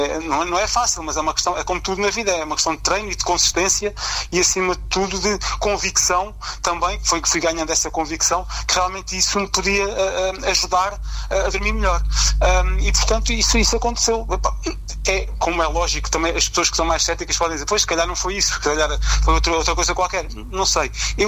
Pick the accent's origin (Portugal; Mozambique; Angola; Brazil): Portugal; Abrantes, Centro; now in Alfarrede, Portugal; portanto, eu tenho 52 anos, sou natural de Abrantes, vivo em Alfarrede